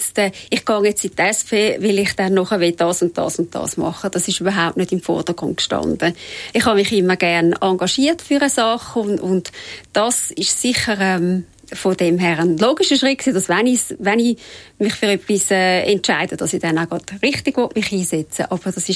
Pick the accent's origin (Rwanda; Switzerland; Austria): Switzerland; Räterschen, Zurich; ich bin in Räterschen aufgewachsen und es gibt in den Dörfern gibt's immer Parteien